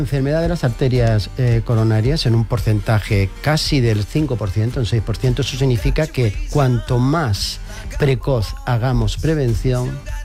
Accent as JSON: {"language": "Spanish", "town": "Jaén", "region": "Andalusia", "country": "Spain", "tie": "born there", "said": "uno que es de Jaén, nacido en Jaén"}